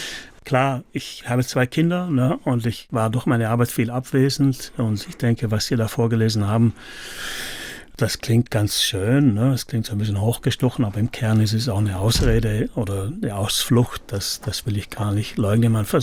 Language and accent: German; Merano, Trentino-Alto Adige, Italy; born or raised there